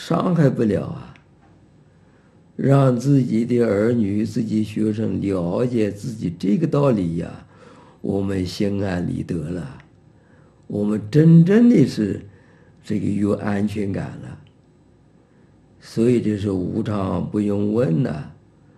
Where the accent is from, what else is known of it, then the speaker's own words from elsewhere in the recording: Taiwan; born there; 就拿台湾来讲，我们生在台湾